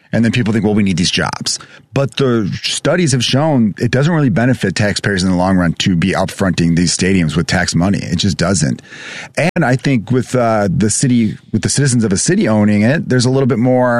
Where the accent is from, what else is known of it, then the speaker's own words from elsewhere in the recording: Chicago, Illinois, United States; Yeah, I'm from Chicago. Oh, cool. I live in the Porch Park neighborhood.